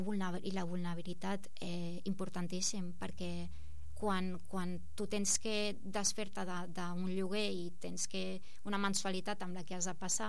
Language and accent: Catalan; El Prat de Llobregat, Catalonia, Spain; jo que sóc del Prat